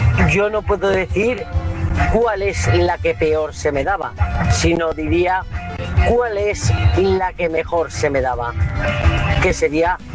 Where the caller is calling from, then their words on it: Palma de Mallorca, Balearic Islands, Spain; de Palma de Mallorca